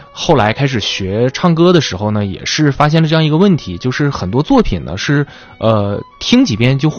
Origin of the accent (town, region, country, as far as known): Jilin, China